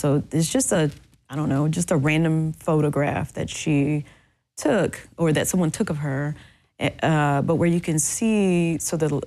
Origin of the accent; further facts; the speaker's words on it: Mississippi, United States; I live on the Mississippi Gulf Coast, right, and my hometown is on the back of the Bay of St. Louis, right